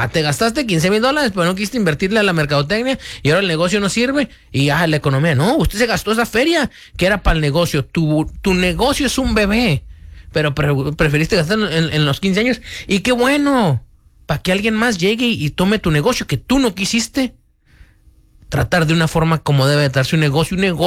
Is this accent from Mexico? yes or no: yes; Mexico; now in United States; Yo soy mexicano.